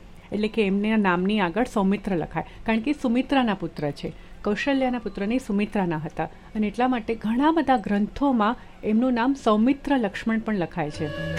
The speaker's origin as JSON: {"language": "Gujarati", "town": "Mumbai", "region": "Maharashtra", "country": "India", "said": "હું મુંબઈની છું"}